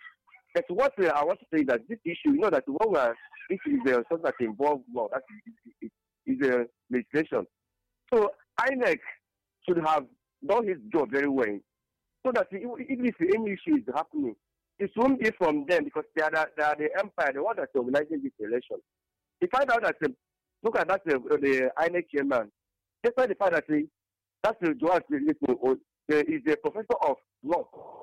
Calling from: Nigeria; I'm calling from Olo. In the Zagokogo main state of Telugu State.

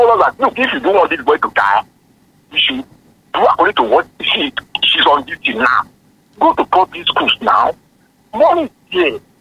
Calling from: Ibadan, Oyo, Nigeria; I'm calling from Ibadan here.

